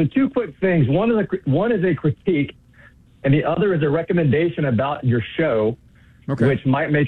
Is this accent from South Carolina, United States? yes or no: no; Georgia, United States; I'm from Georgia. And we have not been very good at sports for a long time.